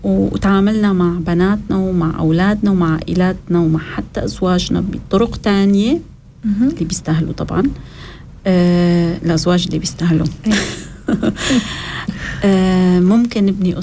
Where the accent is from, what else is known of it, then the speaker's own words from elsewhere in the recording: Syria; عندنا بالشام أو بسوريا